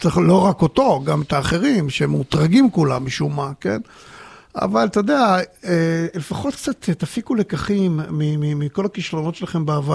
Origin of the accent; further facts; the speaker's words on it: Tel Aviv, Tel Aviv District, Israel; אני גדלתי בדרום תל אביב